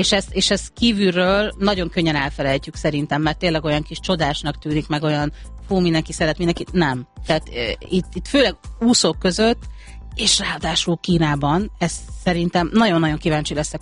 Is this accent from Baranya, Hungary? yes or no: yes; Pécs, Baranya, Hungary; én ugye pécsiként